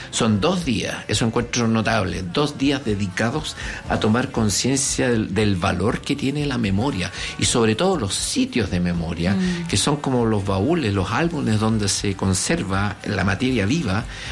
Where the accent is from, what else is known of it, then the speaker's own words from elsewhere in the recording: Chile; lo que somos como chilenos